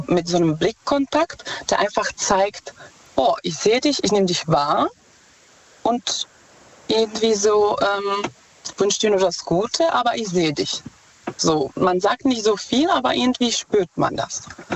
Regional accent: Czechia; German is a second language; Ich komme ursprünglich aus Tschechien.

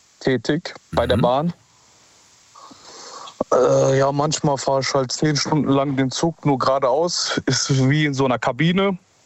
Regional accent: Seeheim-Jugenheim, Hesse, Germany; Ich bin aus Seeheim.

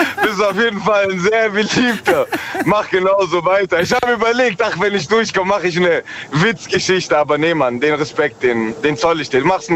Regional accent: Tübingen, Baden-Württemberg, Germany; Ich komme aus Tübingen.

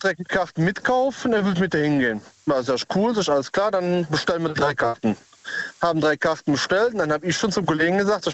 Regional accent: Cologne, North Rhine-Westphalia, Germany; Aus Köln.

